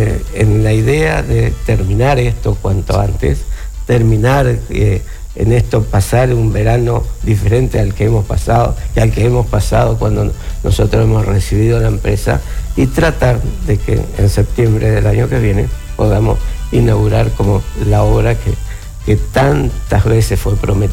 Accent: Villa Ángela, Chaco, Argentina; Yo vengo de Villa Ángel

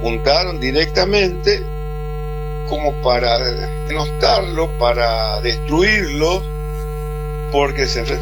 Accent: Argentina

